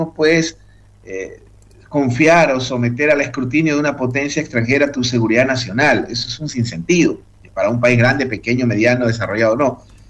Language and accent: Spanish; Ecuador